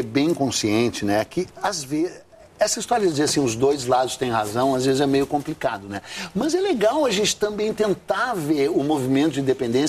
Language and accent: Portuguese; Rio Grande do Sul, Brazil; Eu sou gaúcho, mas não exerço.